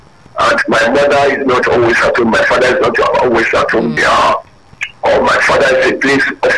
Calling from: Ibeka, Nigeria; I'm calling from Ibeka.

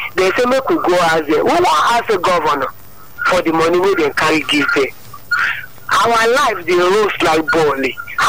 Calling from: Nigeria; I'm calling from Mojo.

